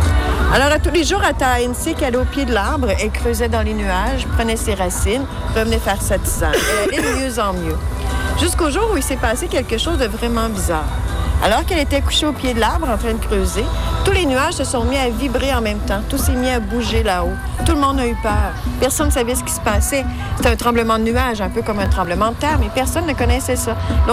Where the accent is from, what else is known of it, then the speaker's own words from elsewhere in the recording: Wendake, Quebec, Canada; Je suis de Wendake et je suis Wendat.